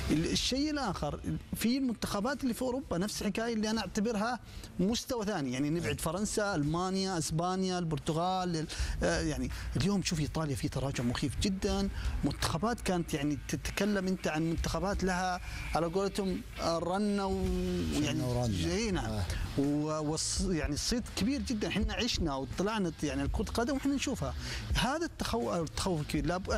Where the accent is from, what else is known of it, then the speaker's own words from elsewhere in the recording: Saudi Arabia; وممكن احنا كسعوديين نستفيد من هذه التجارب.